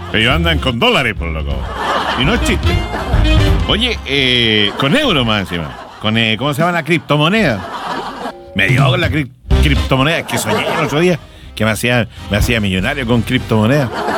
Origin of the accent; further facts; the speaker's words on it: Concepción, Biobío, Chile; now in Santiago, Chile; Yo vengo de Concepción a vivir a la ciudad.